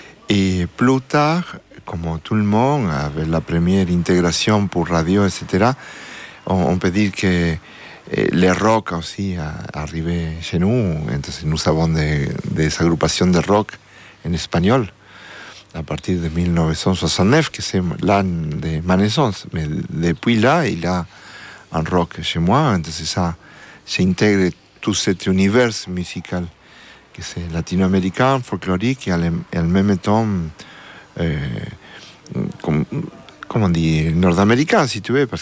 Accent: Argentina; born there; French is a second language; moved away; Je suis né en l'Argentine et ma culture en part de la culture vient de là, de tout notre folklore, qui ça inclut le tango argentin aussi.

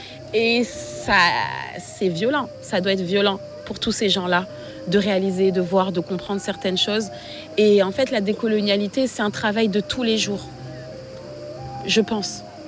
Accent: Republic of the Congo; born there; Parce qu'en soi, est-ce que tu m'entends parler ? Je suis née au Congo, hein.

